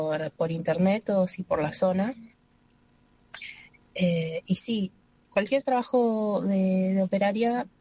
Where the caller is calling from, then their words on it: Loma Hermosa, Buenos Aires Province, Argentina; Yo vivo en Loma Hermosa, Partido de General San Martín.